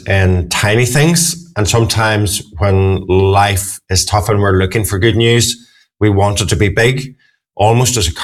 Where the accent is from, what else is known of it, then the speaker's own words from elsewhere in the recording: Ireland; being Irish, large family